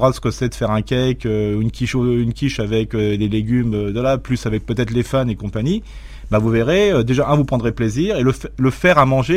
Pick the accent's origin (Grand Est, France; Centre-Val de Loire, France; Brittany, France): Grand Est, France; on est généreux, on est alsacien comme je dis toujours.